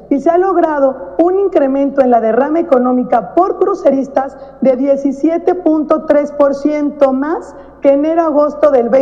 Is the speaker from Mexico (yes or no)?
yes; Mexico; somos las mexicanas y los mexicanos que turisteamos